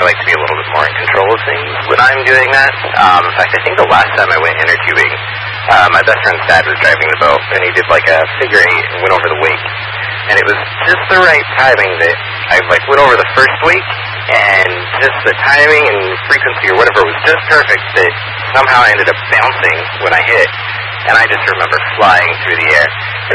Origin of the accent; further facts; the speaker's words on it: Pacific Northwest, United States; I used to water ski a lot when I was a kid, growing up on the Columbia River, so lots of water sports out there.